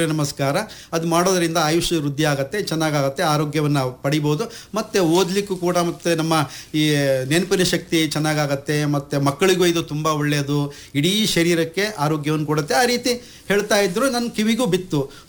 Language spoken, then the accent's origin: Kannada; Karnataka, India; ನಮ್ಮ ಹಳ್ಳಿಯ ಊರಿನ ಪಕ್ಕದಲ್ಲಿ ಬ್ರಹ್ಮಾವರ ಭಾರ್ಕೂರ್ ಅಂತ ಇದೆ.